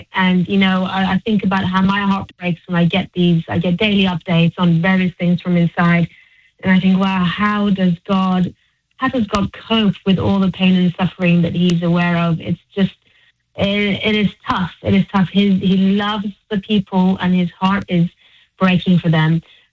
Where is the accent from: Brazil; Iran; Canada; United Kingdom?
Iran; English is a second language; now in United States; I grew up in Iran. I went to school in Iran. I was made to line up in the schoolyard every day before school would begin in my hijab, which was my school uniform